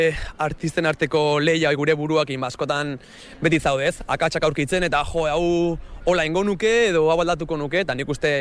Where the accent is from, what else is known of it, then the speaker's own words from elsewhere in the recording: Oiartzun, Basque Country, Spain; born there; Oiartzungo musika eskolan